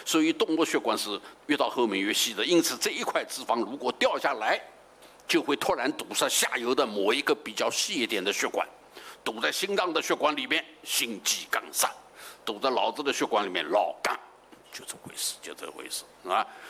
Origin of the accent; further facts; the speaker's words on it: China; 我们中国人